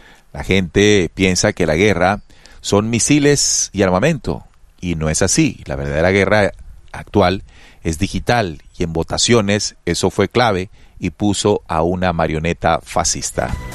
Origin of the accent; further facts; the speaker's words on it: Mexico; born there; Les deseo de corazón a ti y a tu familia un muy buen viaje a mi tierra natal, México.